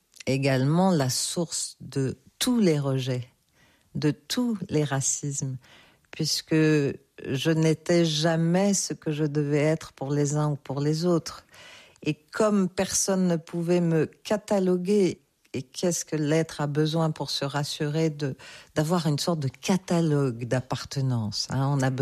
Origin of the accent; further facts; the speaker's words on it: Tunisia; born there; je suis née en Tunisie aussi